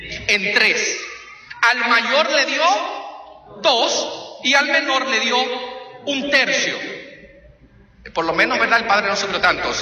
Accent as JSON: {"language": "Spanish", "country": "Dominican Republic", "said": "yo soy dominicano. ¿Algún dominicano aquí en la casa? Qué bueno, no estoy solo."}